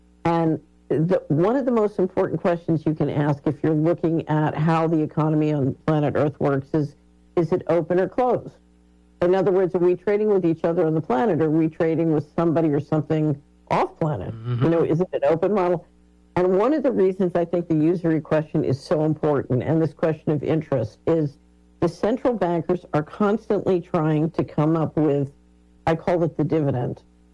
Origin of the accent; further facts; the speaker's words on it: Philadelphia, Pennsylvania, United States; Yeah, I grew up in West Philadelphia.